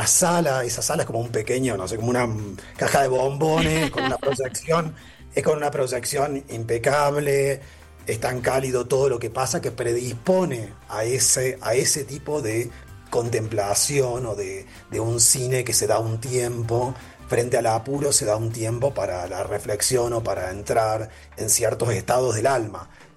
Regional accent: Córdoba, Argentina; now in Buenos Aires, Argentina; yo soy de Córdoba, pero vivo en Buenos Aires

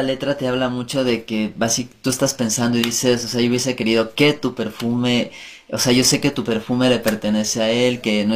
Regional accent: Quito, Pichincha, Ecuador; soy artista quiteño, artista, cantautor, compositor quiteño.

